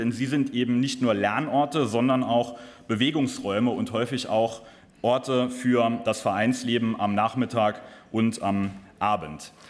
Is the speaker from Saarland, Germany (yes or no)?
yes; Schwalbach, Saarland, Germany; Ich kann dort den Vergleich beispielsweise zu meiner Gemeinde, zu meiner Heimatgemeinde Schwalbach bringen.